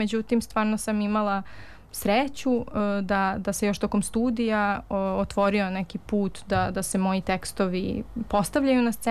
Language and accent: Serbian; Stara Pazova, Vojvodina, Serbia; Ja sam odrasla u Staroj Pazovi i Pazova je imala veliku tradiciju amaterskog pozorišta